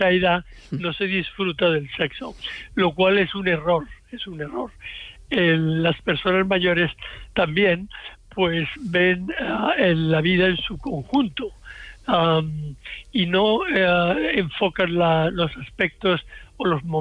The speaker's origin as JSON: {"language": "Spanish", "town": "Seville", "region": "Andalusia", "country": "Spain", "tie": "born there", "said": "No, yo nací en Sevilla y mi madre era del norte de Santander."}